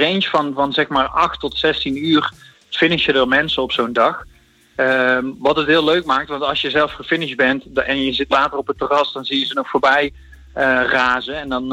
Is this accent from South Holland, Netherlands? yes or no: no; Arnhem, Gelderland, Netherlands